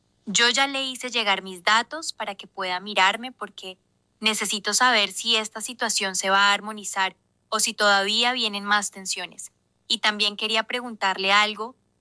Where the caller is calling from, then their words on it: Durazno, Uruguay; Nací el 3 de marzo de 1974 y estoy llamando desde Durazno.